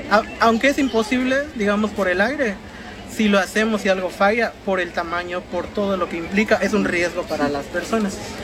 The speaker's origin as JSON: {"language": "Spanish", "town": "Pomuch", "region": "Campeche", "country": "Mexico", "said": "pero en realidad yo soy de Pomuch, como puede ver mi player."}